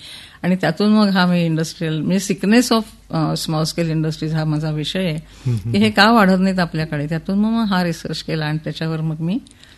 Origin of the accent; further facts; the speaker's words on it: Pune, Maharashtra, India; now in Satara, India; म्हणजे मी लग्न करून पुण्याहून साताऱ्यात आले आणि आनंदात होते, सातारा मला आवडत होते